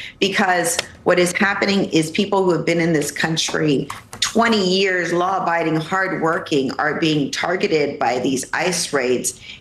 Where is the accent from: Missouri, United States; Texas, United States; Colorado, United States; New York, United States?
Texas, United States; So many of us come from mixed status families. And we know that we are every bit as Texan